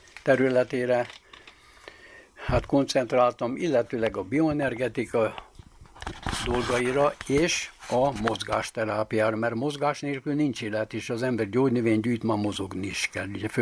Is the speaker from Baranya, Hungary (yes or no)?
yes; Baranya, Hungary; ott a mecsek lankáin hamar megismertük gyerekkorunkba.